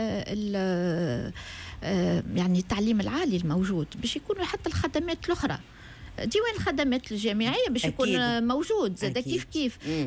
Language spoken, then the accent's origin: Arabic; Tunisia; احنا عندنا في تونس